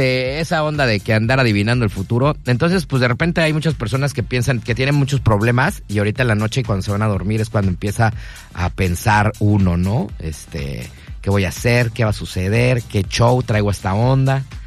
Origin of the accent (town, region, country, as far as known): Mexico